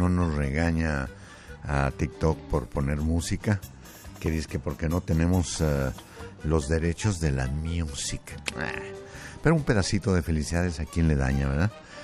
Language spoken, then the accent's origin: Spanish; Chinches Bravas, Zacatecas, Mexico; now in North Hollywood, United States; saludos desde Chinches Bravas, Zacatecas, don Humberto. Ese es mi pueblo, Chinches Bravas.